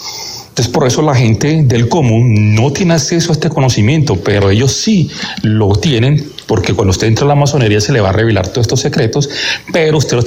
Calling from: Chía, Cundinamarca, Colombia; Desde Chía, Cundinamarca, la ciudad de la luna.

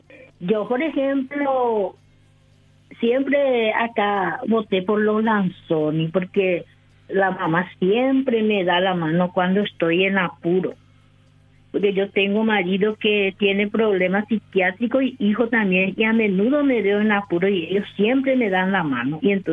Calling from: Ñemby, Central, Paraguay

